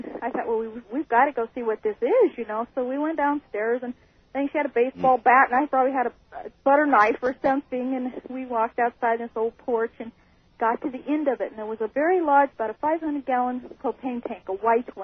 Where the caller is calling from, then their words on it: Kelso, Montana, United States; Hi, I'm calling from Kelso, Montana.